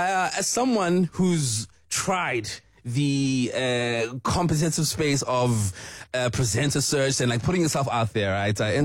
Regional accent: Durban, KwaZulu-Natal, South Africa; As someone who comes from my hometown as well, Durban

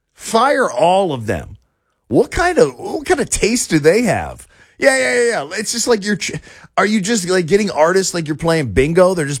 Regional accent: United States; as an American on our 250th birthday as a nation

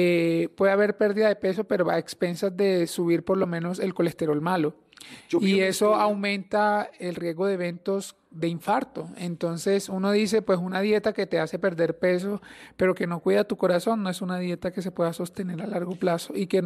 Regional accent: Magangué, Bolívar, Colombia; moved away; also born or lived in Bucaramanga, Santander; Orgullosamente, no soy santanderiano, soy de la costa, soy de Magangué, Bolívar, pero soy un santanderiano adoptado, 5 años viví en Bucaramanga.

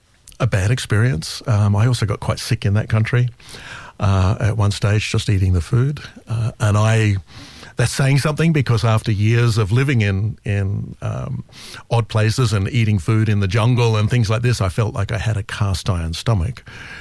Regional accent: Brisbane, Queensland, Australia; moved away as an adult; also born or lived in Canberra / Antarctica / Malaysia; I grew up in Brisbane. I only knew Brisbane. It was a long time before I even travelled interstate. I seemed to just keep going south. I went to Canberra for 10 years to study and then Antarctica for over a year. And then, moved overseas.

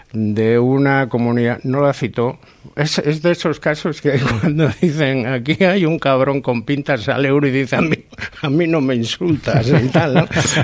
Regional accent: Castile and León, Spain; born there

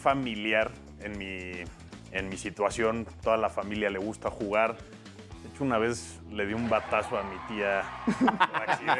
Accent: Mexico City, Mexico; Soy de la Ciudad de México.

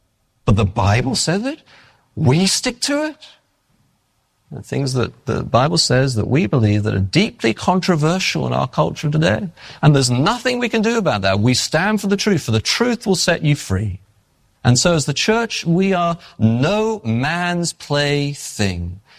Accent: England, United Kingdom; Now, I'm English. I can get away with these things, right?

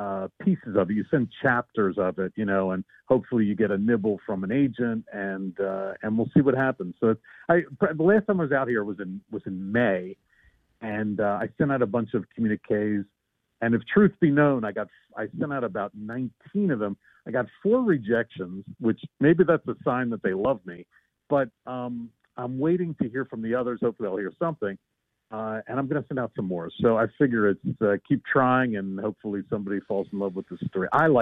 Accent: Wyncote, Pennsylvania, United States; also born or lived in Philadelphia; I was born in Philly, but my folks, when I was born, I think they lived in, where were they? They were in Elkins Park, maybe, and then we moved to Wincote, real close to the high school.

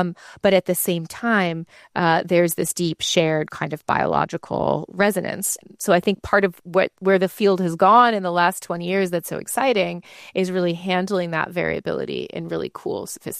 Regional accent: St. Louis, Missouri, United States; I grew up in St. Louis, Missouri.

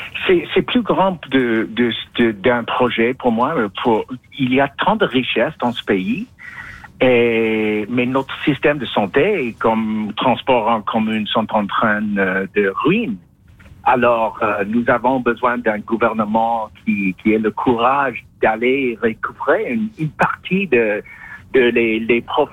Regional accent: Toronto, Ontario, Canada; French is a second language; je suis un enfant des années 70 hein, et en grandissant à Toronto, en jouant au hockey ball dans la rue, Guy Lafleur était notre héros.

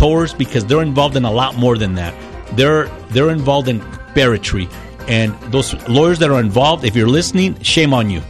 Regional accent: El Paso, Texas, United States; English is a second language; Of course, I'm from here. You know, I grew up in El Paso. I'm from El Paso. You know, I started here at AO Elementary in the Segundo Barrio.

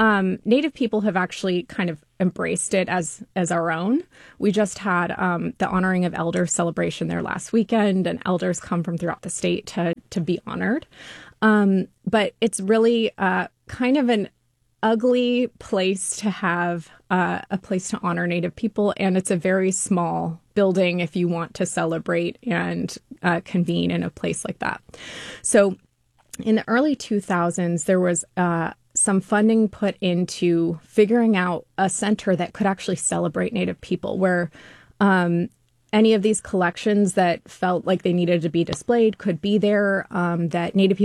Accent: Los Angeles, California, United States; growing up in California, I grew up in the Los Angeles area

